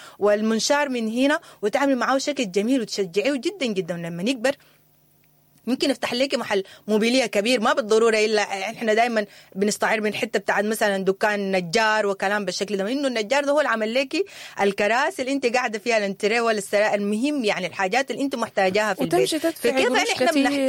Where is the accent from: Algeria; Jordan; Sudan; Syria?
Sudan; moved away; في الفترة اللي نحن يا إيفا عشنا فيها كسودانيين لجأنا لدول تانية